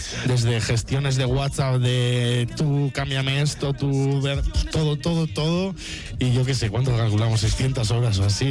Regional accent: Mondragón, Basque Country, Spain; pues rockeros y en mi pueblo, pues en Mondra, me puncarras de estos de tal

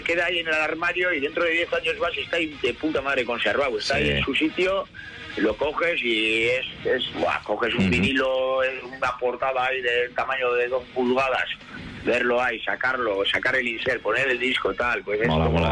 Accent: Guernica, Basque Country, Spain; Yo no soy natural de Vergara tampoco, soy de Guernica, aquí un pueblo de Vizcaya.

